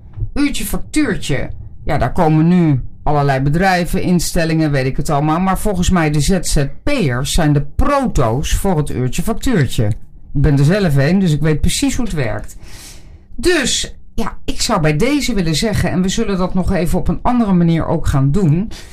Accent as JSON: {"language": "Dutch", "town": "Wageningen", "region": "Gelderland", "country": "Netherlands", "said": "Ik kom uit Wageningen. Dat is zeker een uur rijden."}